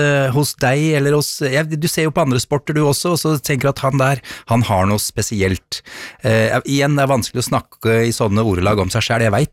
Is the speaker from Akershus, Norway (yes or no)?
yes; Jessheim, Akershus, Norway; Jeg kom fra Jessheim med Petter